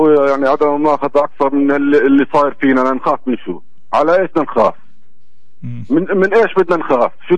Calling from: Palestine; احنا كشعب فلسطيني احنا كموظفين فلسطينيين

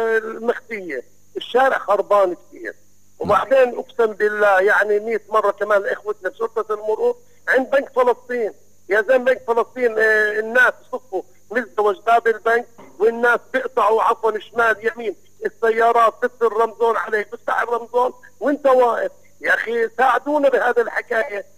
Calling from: Nablus, West Bank, Palestine; انا نابلسي وبحب نابلس، نابلس بلدي

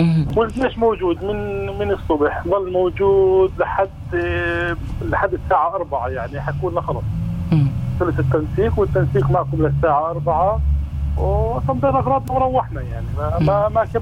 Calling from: Faqqu'a, Jenin Governorate, Palestine; هاي منطقة شمالية البلد بين قريتنا قرية فقوعة وبين عربوانة.

